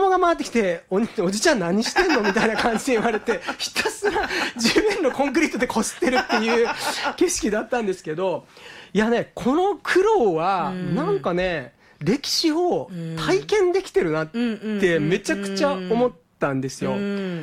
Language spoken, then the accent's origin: Japanese; Yame, Fukuoka, Japan; これが八女に。で僕はそこで育ったんですよ。